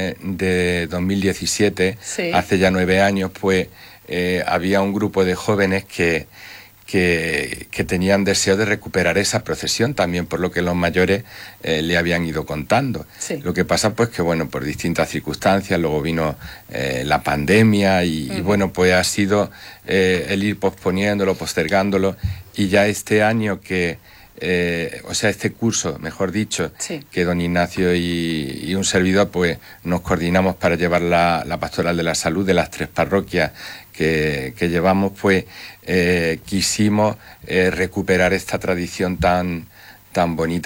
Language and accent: Spanish; Úbeda, Andalusia, Spain; Yo soy de Úbeda de Jaén